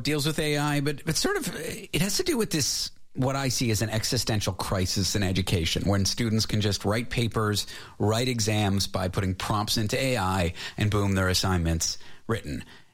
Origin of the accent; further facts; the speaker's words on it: Canada; I'm a Canadian citizen, so everyone in the UK is probably in line for the crown before me.